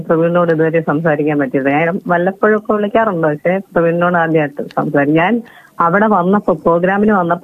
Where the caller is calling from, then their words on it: Kollam, Kerala, India; ഞാൻ ആശ്രാമം.